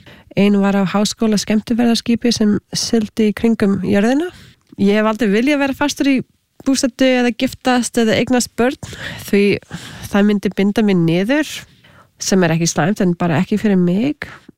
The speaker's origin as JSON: {"language": "Icelandic", "country": "Canada", "tie": "born or raised there", "said": "ég ólst upp í Kanada með hálf indverskri móðu frá Suður Ameríku svo ég var þegar alþjóðlegt barn"}